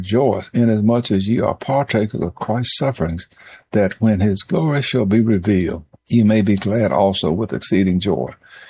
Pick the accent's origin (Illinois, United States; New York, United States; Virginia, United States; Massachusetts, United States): Virginia, United States; Cascade; we will join our pastor at the Holy Tabernacle Church in Cascade, Virginia, my hometown.